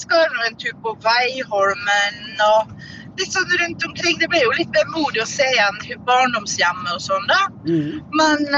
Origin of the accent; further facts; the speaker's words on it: Smøla, Møre og Romsdal, Norway; now in Lier, Norway; en øy som heter Smøla utenfor Kristiansund, så jeg egentlig hjemplassen min. Det ganske mange år siden jeg har vært